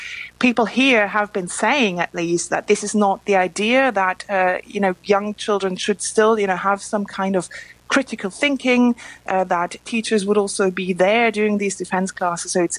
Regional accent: Germany; English is a second language; you know, my home country, Germany, the spirit there is certainly quite different.

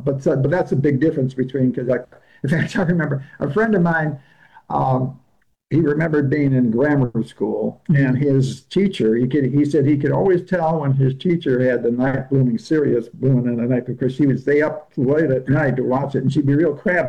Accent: Midwest, United States; I grew up in the Midwest where there wasn't any jungles other than what you could see in a conservatory maybe.

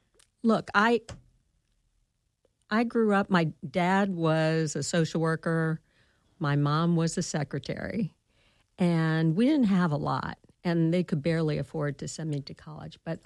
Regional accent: Atlanta, Georgia, United States; I grew up in Atlanta.

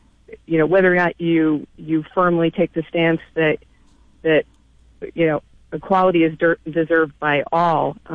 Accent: New York, United States; moved away as an adult; now in Rochester, United States; I grew up in the Southern Tier, moved to Rochester to go to school

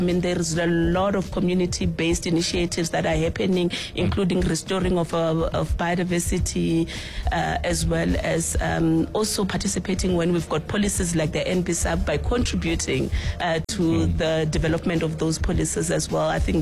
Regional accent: Vuwani, Limpopo, South Africa; born there

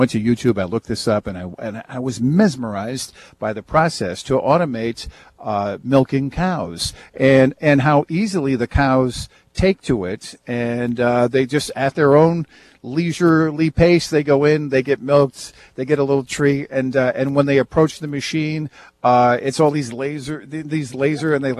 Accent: Coventry, Rhode Island, United States; when I was a kid growing up in Coventry, Rhode Island, we lived on Luba Road, and we had 8 acres of land

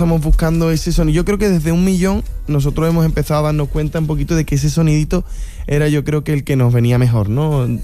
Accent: Andalusia, Spain; es verdad que somos andaluces

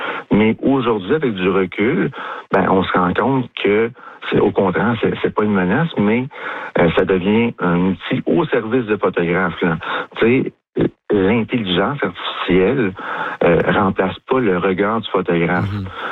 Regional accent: Nicolet, Quebec, Canada; Moi, je suis originaire de Nicolette.

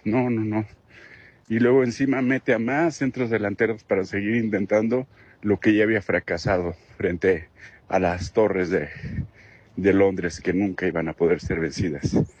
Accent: Mexico; Los muchachos se merecen todo nuestro reconocimiento y nuestro orgullo como mexicanos.

